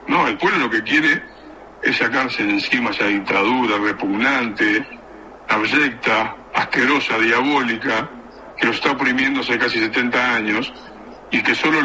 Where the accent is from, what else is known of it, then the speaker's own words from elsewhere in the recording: Uruguay; los uruguayos